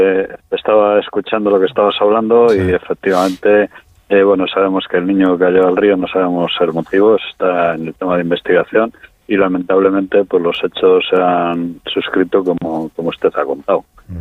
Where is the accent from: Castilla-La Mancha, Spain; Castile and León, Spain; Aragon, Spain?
Castile and León, Spain; Venta de Baños; born there